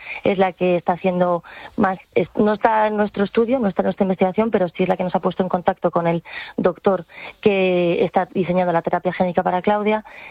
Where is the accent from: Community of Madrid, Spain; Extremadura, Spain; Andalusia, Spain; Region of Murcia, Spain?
Community of Madrid, Spain; El Escorial; Somos del Escorial